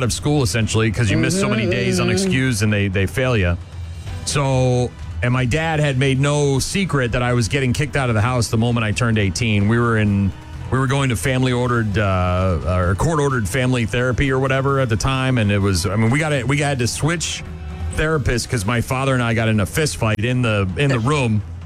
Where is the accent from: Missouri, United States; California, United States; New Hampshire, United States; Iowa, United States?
New Hampshire, United States; Nashua; We moved into a house on Syracuse Road in Nashua, New Hampshire, my hometown. And I grew up there. I spent most of my life there until my early life.